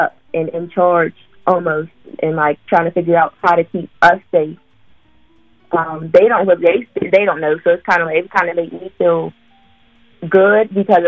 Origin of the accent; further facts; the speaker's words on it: Rankin, Pennsylvania, United States; And I'm from Rankin.